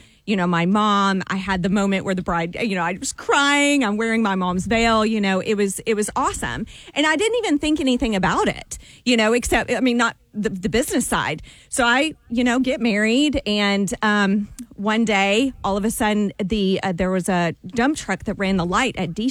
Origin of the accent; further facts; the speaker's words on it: North Little Rock, Arkansas, United States; And I grew up in North Little Rock, so I went to the Bridal Cottage, which is on JFK.